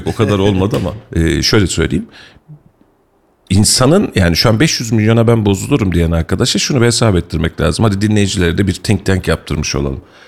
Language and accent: Turkish; Kayseri, Turkey; born there; Ben Yeşil Mahalle'de doğmuşum.